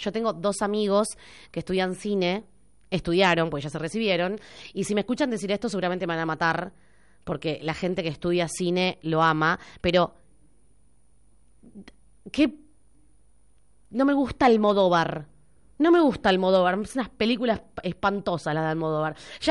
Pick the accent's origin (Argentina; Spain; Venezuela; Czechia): Argentina; Los argentinos no hablamos con el gerundio. No decimos le has contado a Mónica. Ningún argentino habla así.